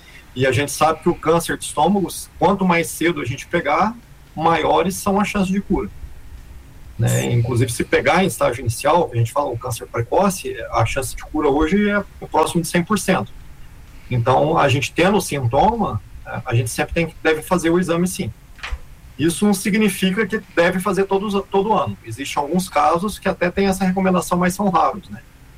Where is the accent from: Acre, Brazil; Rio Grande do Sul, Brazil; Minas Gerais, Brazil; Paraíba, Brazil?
Minas Gerais, Brazil; born there; now in São Paulo, Brazil